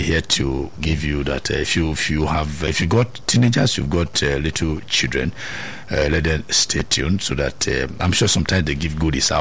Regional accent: Edo, Nigeria; I am Nigerian. I am Edo.

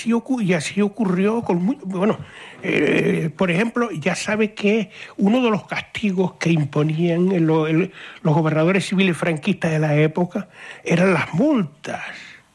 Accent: Breña Alta, Canary Islands, Spain; Yo recuerdo el médico de mi pueblo, la Villa de Breñalta

